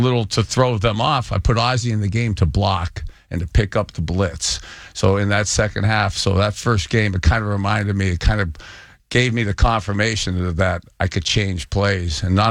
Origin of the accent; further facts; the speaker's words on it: Ohio, United States; And I love about how I was raised here in Northeast Ohio